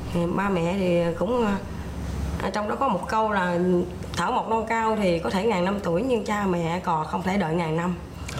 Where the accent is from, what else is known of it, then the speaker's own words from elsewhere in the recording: Mekong Delta, Vietnam; em là người miền Tây